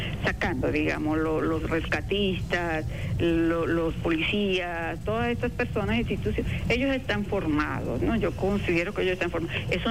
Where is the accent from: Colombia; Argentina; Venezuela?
Venezuela; lo de la culpa viene por eso que nos caracteriza a nosotros como venezolanos, ayudar, apoyar, estar allí